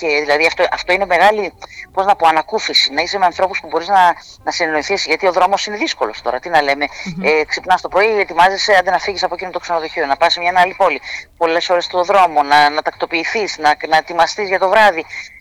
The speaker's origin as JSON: {"language": "Greek", "region": "Eastern Macedonia and Thrace", "country": "Greece", "tie": "born there", "moved": "yes", "said": "Που θα είμαι στην πόλη μου"}